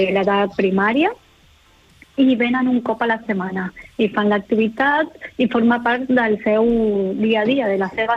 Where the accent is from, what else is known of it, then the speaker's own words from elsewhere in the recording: Argentina; Catalan is a second language; Diuen, i tu d'on ets? I jo, bueno, soc argentina.